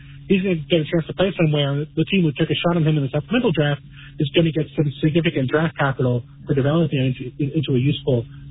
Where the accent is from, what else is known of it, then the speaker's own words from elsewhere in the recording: New York City, New York, United States; Growing up in New York City, you don't have a lot of access to golf courses in Queens.